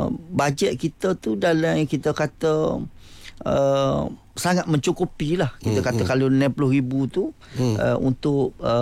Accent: Pasir Puteh, Kelantan, Malaysia; Jadi saya sebagai anak Kelantan lahir di Pasir Putih

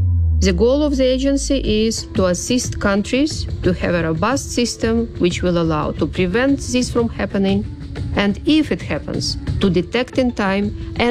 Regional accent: Belarus; Prior to joining the IAEA, I was working in my home country, Belarus

